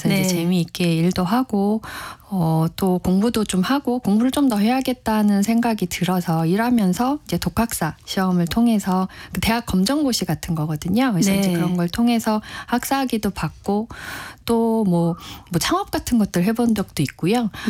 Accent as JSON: {"language": "Korean", "region": "Seoul", "country": "South Korea", "said": "제가 이제 집이 이제 본가가 서울인데요."}